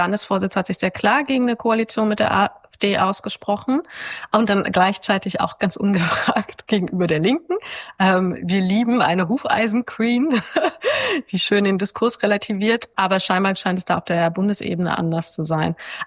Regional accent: Wernigerode, Saxony-Anhalt, Germany; Wernigerode, da wo ich herkomme, auch.

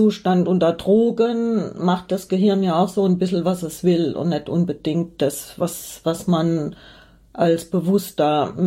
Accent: Hesse, Germany; born there; ich stamme ja aus Hessen gebürtig, ja

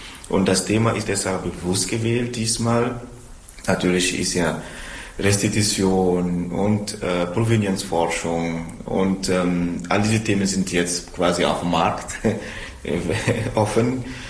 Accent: Togo; German is a second language; ich komme aus Togo und bin Dozent an der Universität de Kara, liegt etwa 420 Kilometer von Lomé entfernt, also im Norden.

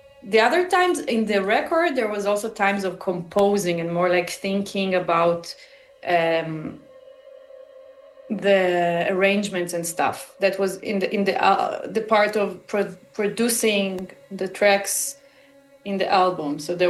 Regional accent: Israel; English is a second language; I was born and raised in Israel, to a Jewish family from originally from Eastern Europe, but there was no connection to that music.

